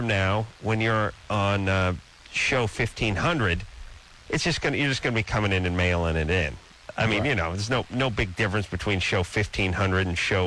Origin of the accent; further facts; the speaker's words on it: Los Angeles, California, United States; I come from North Hollywood. North Hollywood sucks. It's no source of pride.